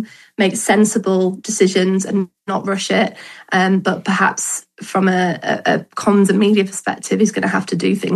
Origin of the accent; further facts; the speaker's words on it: Sheffield, Yorkshire and the Humber, United Kingdom; now in Farnborough, United Kingdom; I grew up just outside of Sheffield in the Peak District. I now live in Farnborough, which is on the Hampshire-Surrey borders.